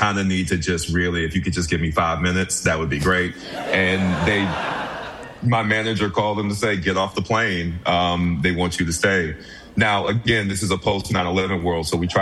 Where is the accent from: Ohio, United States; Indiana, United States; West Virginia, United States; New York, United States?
New York, United States; I was from New York, so they flew me to L.A. to do a screen test.